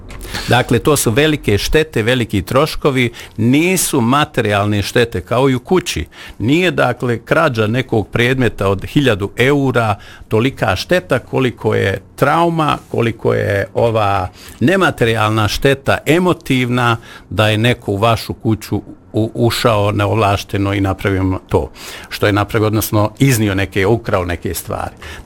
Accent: Bosnia & Herzegovina; Ja govorim narodnim riječnikom, inače kao atipični Bosanac

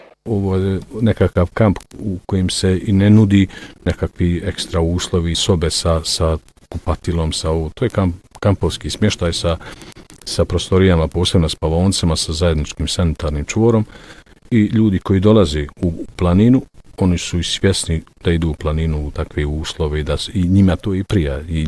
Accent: Doboj, Republika Srpska, Bosnia & Herzegovina; Da, ja sam iz Doboja i većina ovih ljudi ovdje u klubu je iz Doboja

